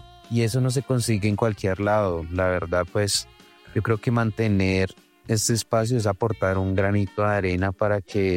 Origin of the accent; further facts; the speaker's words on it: Colombia; now in Bogotá, Colombia; el tejo no es solo un juego, es como parte de lo que somos los colombianos